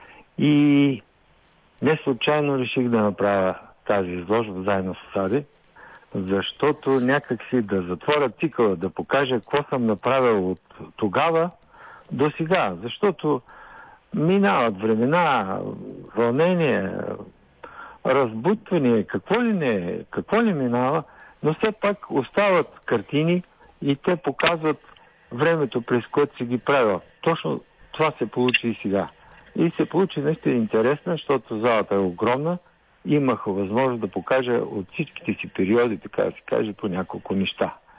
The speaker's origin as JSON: {"language": "Bulgarian", "town": "Plovdiv", "region": "Plovdiv Province", "country": "Bulgaria", "said": "понеже съм пловдивчанин"}